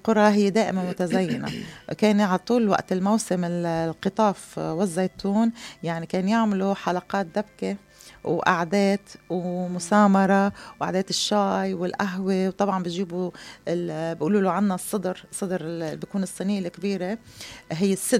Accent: Kfar Kila, Nabatieh Governorate, Lebanon; moved away; وأحكي عن ضيعتي كفركلة

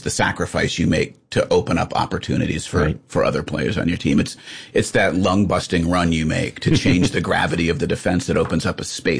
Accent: Ohio, United States; I did, growing up in Northeastern Ohio, I played.

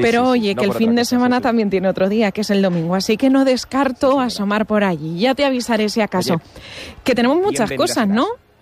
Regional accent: Castilla-La Mancha, Spain; Es que mañana, para los que somos de Castilla-La Mancha, ya sabemos la Feria de Albacete

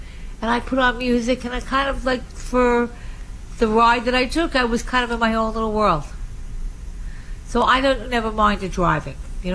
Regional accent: Long Island, New York, United States; I lived on Long Island. I grew up on Long Island.

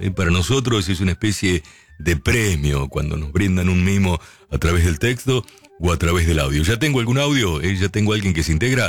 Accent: Gregorio de Laferrere, Buenos Aires Province, Argentina; acá firme, escuchando como todos los fines de semana. Dios lo bendiga. Soy de La Ferrere.

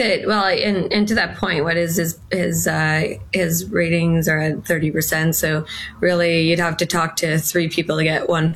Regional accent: Sault Ste. Marie, Ontario, Canada; But like, I grew up in Sault Ste. Marie, like it literally was a good 20 minute walk and it was freezing.

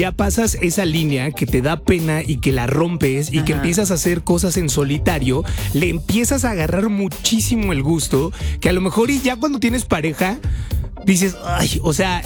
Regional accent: Xalapa, Veracruz, Mexico; moved away as an adult; also born or lived in Puebla; cuando me fui a vivir a Puebla. Yo soy de Jalapa, Veracruz, me fui a vivir solo

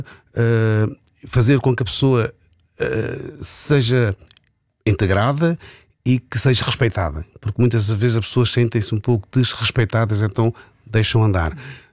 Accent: Beira, Sofala, Mozambique; born there; Nasci na Beira. Eu nasci na melhor cidade do mundo e vivo na melhor freguesia do mundo, que é Campo Lido.

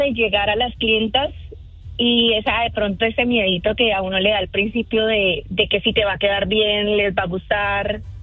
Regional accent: Santander, Colombia; Santander.

